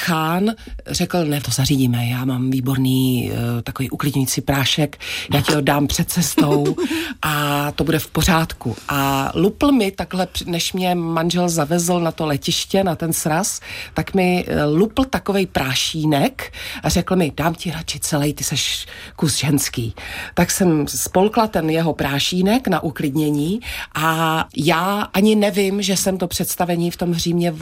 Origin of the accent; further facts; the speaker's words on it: Moravia, Czechia; třeba na poli u nás na Moravě, když zafouká vítr a jsi na senách, tak je taky sucho